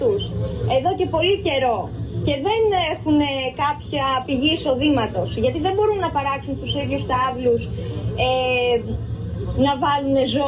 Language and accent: Greek; Almyros, Thessaly, Greece; και είμαι κτηνοτρόφος από τον Αλμυρό Μαγνησίας.